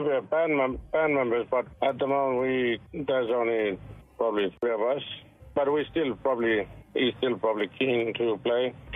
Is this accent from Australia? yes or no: yes; Yuendumu, Northern Territory, Australia; born there; also born or lived in Nyirrpi; I'm originally from Nyirpi, and I moved to Yuendumu, and here in Yuendumu